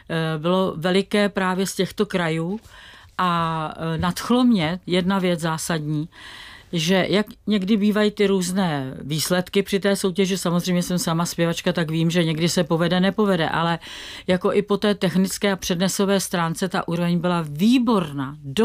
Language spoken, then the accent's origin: Czech; Prague, Czechia; já jsem jako Pražák